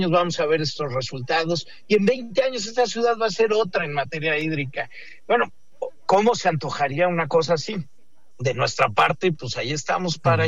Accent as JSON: {"language": "Spanish", "region": "Mexico City", "country": "Mexico"}